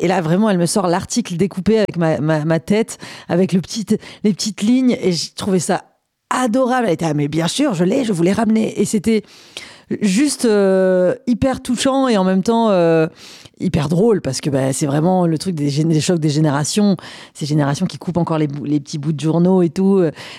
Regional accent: Marseille, Provence-Alpes-Côte d'Azur, France; born there; En tout cas, moi, je suis née à Marseille. C'est une ville qui fait partie de mon identité

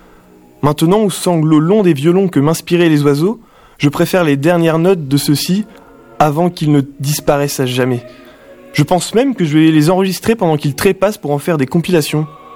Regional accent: Avignon, Provence-Alpes-Côte d'Azur, France; born there; Je suis né à Avignon, mon père était professeur d'anglais et ma mère poète.

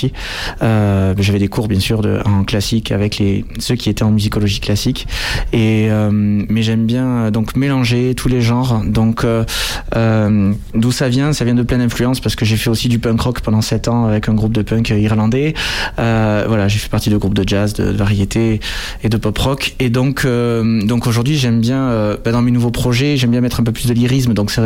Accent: Toulouse, Occitanie, France; parce que moi je viens de Toulouse

